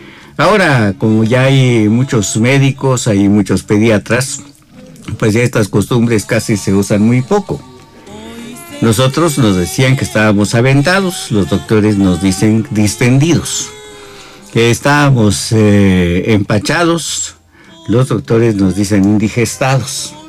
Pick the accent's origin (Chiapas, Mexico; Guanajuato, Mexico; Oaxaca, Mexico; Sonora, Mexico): Chiapas, Mexico; San Cristóbal de las Casas; en aquellos lejanos años en los que crecimos en el San Cristóbal, que pues ya ha cambiado tanto en estos últimos años que estamos viviendo.